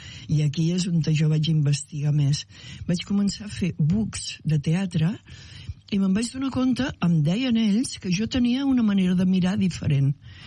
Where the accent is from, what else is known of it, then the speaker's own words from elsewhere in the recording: Calella, Catalonia, Spain; moved away as an adult; Jo sóc filla de Calella. Sí, hi ha gent que no ho sap perquè, la veritat, jo me'n vaig anar de Calella als 18 anys